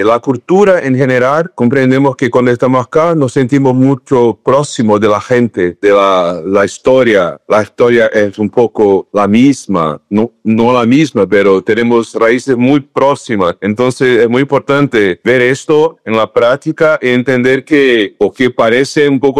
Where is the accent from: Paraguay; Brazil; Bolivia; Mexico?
Brazil; Spanish is a second language